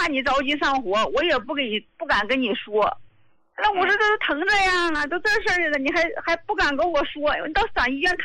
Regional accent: Jiangsu, China; 我是江苏的，今天来呢就是我来替我老伴儿来反馈来了

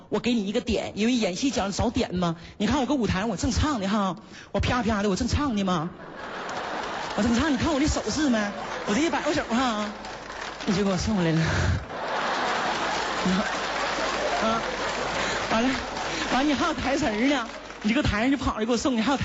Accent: Northeast China, China; 我家是农村的，我第一次搁咱们东北那边长春看了一场

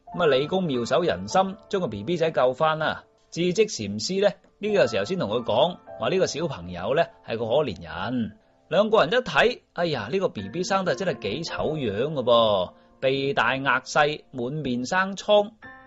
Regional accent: China; 不过大家知啦，我哋中国人啲老祖宗日子系过得好讲究嘅

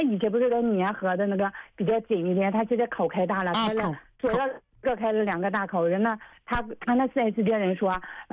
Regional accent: Jincheng, Shanxi, China; 山西晋城，

